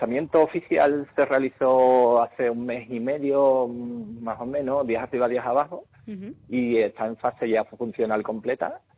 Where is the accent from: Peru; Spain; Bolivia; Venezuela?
Spain; Chipiona, Andalusia; Aunque tengo que decir que yo soy de Cádiz, soy de Chipiona, pero bueno, ya soy.